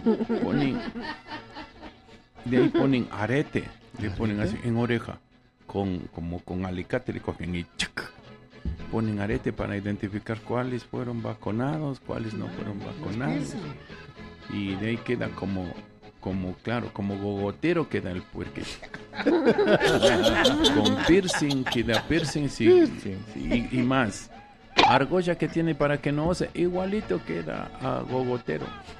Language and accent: Spanish; Ecuador; Ese es el sentimiento de los ecuatorianos